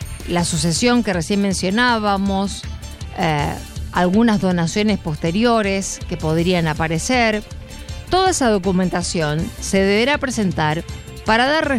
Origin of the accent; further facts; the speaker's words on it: Argentina; Somos generosos los argentinos.